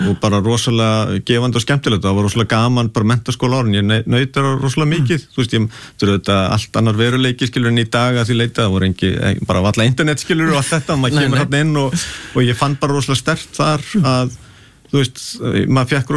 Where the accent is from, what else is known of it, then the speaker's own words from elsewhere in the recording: Garðabær, Capital Region, Iceland; also born or lived in Breiðholt; Jú, ég alinu upp í Garðabæ hérna flutti tveggjara gamall úr Breiðholtinu og í Garðabæin